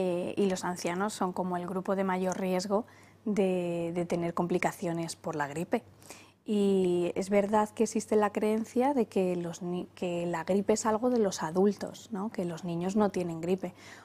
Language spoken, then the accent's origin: Spanish; Tarancón, Castilla-La Mancha, Spain; Riánsares es el nombre de la Virgen de mi pueblo, de Tarancón.